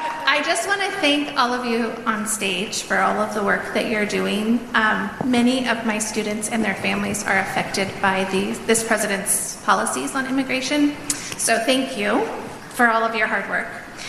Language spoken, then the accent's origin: English; Monrovia, California, United States; I am from Monrovia, California.